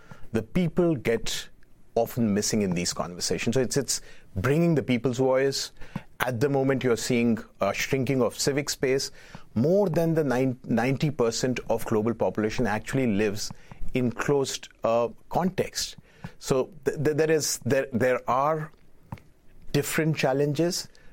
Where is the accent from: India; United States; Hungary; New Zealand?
India; These were, you know, whether I come from India.